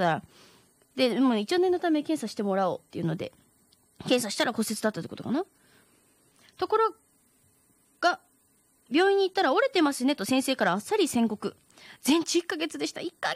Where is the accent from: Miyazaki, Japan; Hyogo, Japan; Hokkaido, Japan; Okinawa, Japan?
Miyazaki, Japan; moved away; 私の地元宮崎県